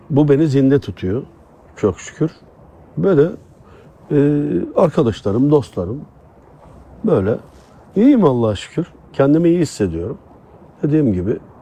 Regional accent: Adana, Turkey; Adanalıyım ben. Nezaket sahibiyim.

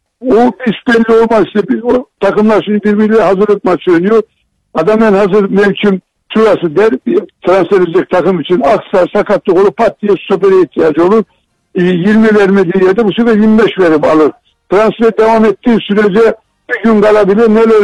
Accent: Trabzon, Turkey; Bana göre bir Trabzonlu olarak

